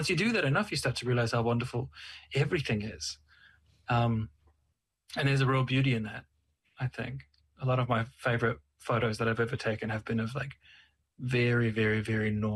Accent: Porirua, Wellington, New Zealand; I grew up in Porirua

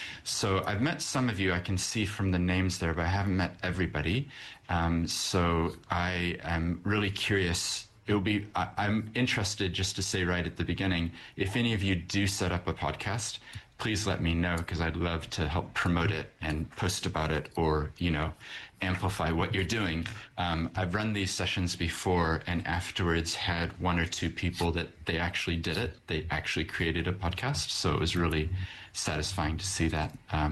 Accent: Christchurch, Canterbury, New Zealand; born there; also born or lived in United States / London / Tokyo / Sydney; The first thing you'd noticed was that I have an accent, and that's because I'm from America originally, but moved to Aotearoa when I was only 8 years old. So I actually grew up here in Christchurch and have moved around the world as well. So I've lived in London and Tokyo and Sydney.

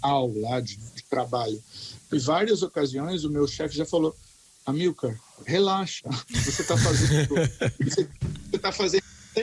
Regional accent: Brazil; moved away as an adult; now in New Zealand; a gente, como brasileiro

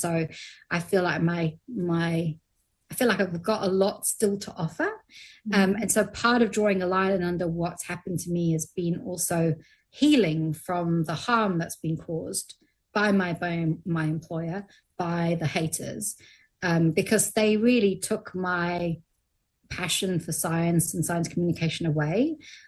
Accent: New Zealand; Oh, being New Zealander of the year, that was kind of amazing.

